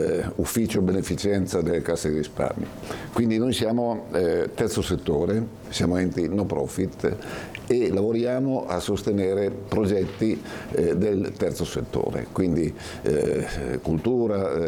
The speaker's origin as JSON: {"language": "Italian", "region": "Piedmont", "country": "Italy", "said": "Marengo, per dire"}